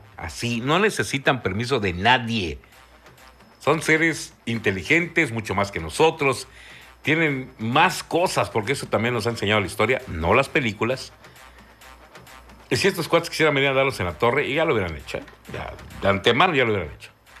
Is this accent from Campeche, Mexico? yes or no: yes; Campeche, Mexico; Nosotros aquí en Campeche o en la región del sureste sabemos prepararnos ante un huracán.